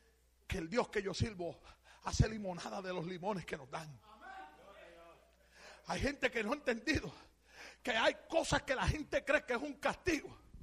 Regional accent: Loíza, Puerto Rico; yo soy del mejor pueblo que tiene Puerto Rico, que es el pueblo de Loíza. Y me acostumbré a estar metido en la playa.

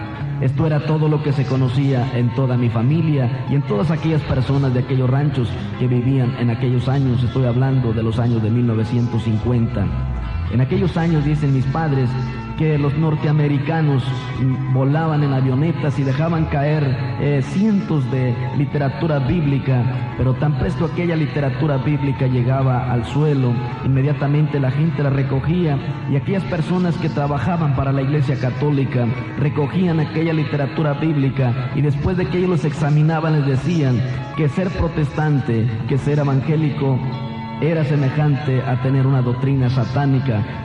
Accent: San Luis Potosí, Mexico; Yo soy originario del estado de San Luis Potosí, en México, nacido a 17 kilómetros de la ciudad de Matehuala, San Luis Potosí. Allí fue donde yo nací.

